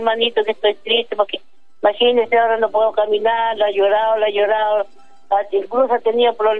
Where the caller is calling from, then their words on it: Mulchén, Biobío, Chile; yo lo llamo de Molchen.